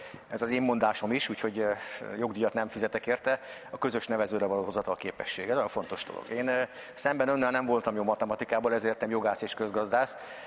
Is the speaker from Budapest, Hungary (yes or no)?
yes; Budapest, Hungary; also born or lived in Tiszalök, Szabolcs-Szatmár-Bereg County; én Csepelen nőttem föl, tehát ott jártam általános iskolában, korai gyerekkoromban fölkerültek a szüleim Budapestre, Csepelre, és hogy eddikányos gimnáziumban végeztem.